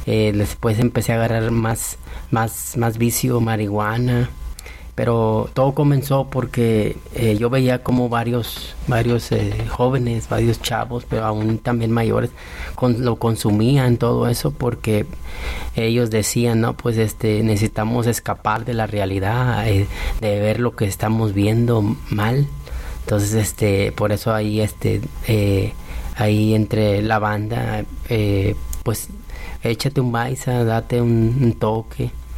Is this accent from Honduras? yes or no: no; Monterrey, Nuevo León, Mexico; desde la edad de 13 años aquí en Monterrey, soy nativo de aquí nací